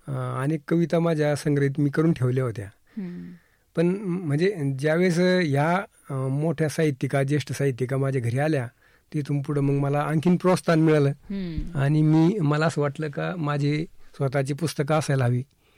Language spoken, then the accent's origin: Marathi; Maharashtra, India; तसं माझं बालपण आहे ना अतिशय खेडेगावात निंभारी गावात झालं.